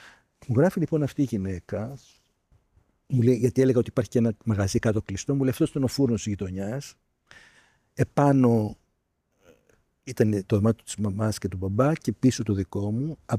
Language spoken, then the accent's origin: Greek; Athens, Attica, Greece; born or raised there